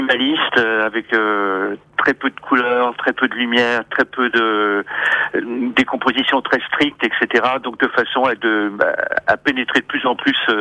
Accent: Saint-Nazaire, Pays de la Loire, France; je suis originaire de Saint-Nazaire.

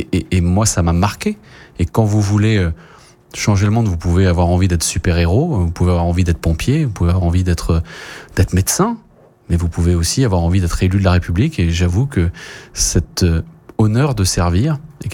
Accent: Brittany, France

